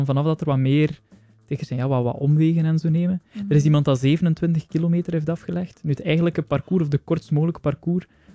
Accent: Flanders, Belgium; Maar ja, daar zijn wij Belgen wel goed in.

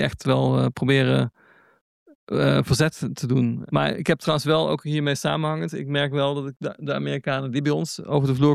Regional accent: Netherlands; En dat zeg ik wederom niet als Nederlander.

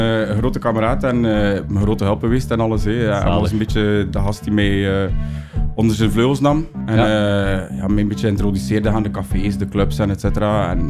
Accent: Tielt, Flanders, Belgium; moved away as an adult; now in Ghent, Belgium; Ik ben oorspronkelijk van Tielt. Daar was er niet superveel te doen, zeker niet qua house, disco en zo.

